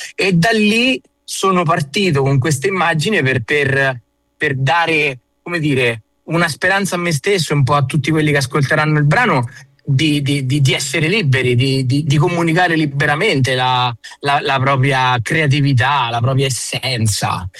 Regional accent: Umbria, Italy; Io sono umbro.

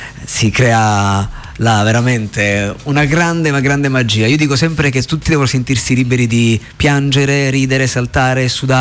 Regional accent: Calabria, Italy; now in Milan, Italy; Però ovviamente il mio cuore inevitabilmente ha delle radici molto molto forti con la mia terra natia, che è la Calabria.

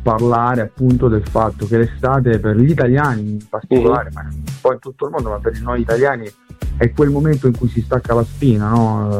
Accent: Apulia, Italy; moved away; parlo da pugliese io, no? Questa cosa non la vivo ormai da tantissimi anni, però quando ero ragazzo, no, che vivevo in Puglia

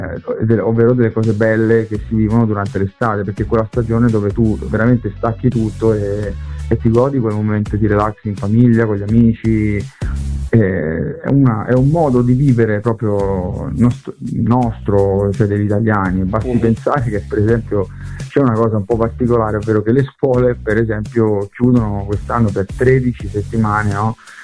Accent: Apulia, Italy; moved away; sì, parlo da pugliese io, no? Sì. Questa cosa non la vivo ormai da tantissimi anni, però quando ero ragazzo, no, che vivevo in Puglia

